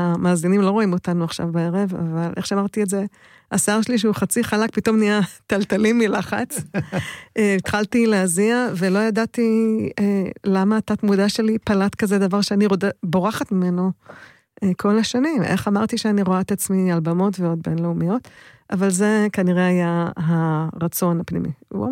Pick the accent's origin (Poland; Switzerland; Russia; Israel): Switzerland; Geneva; also born or lived in Cyprus; אני גדלתי בחול, אבי היה דיפלומט, גדלתי בקנב ובקפריסין, ואנגלית היא כמו שפת אם עבורי